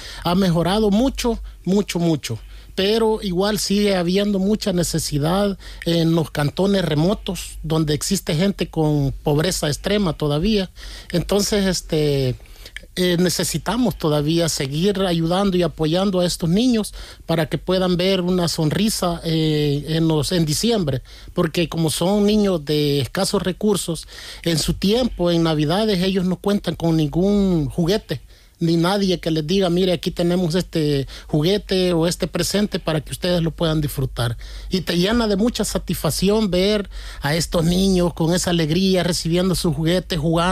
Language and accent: Spanish; El Salvador